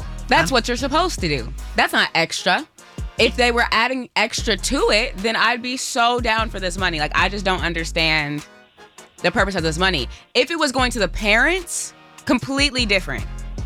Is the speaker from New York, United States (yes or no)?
no; South Carolina, United States; born or raised there